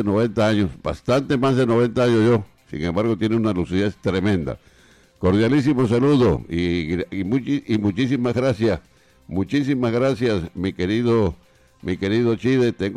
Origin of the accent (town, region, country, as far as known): Colombia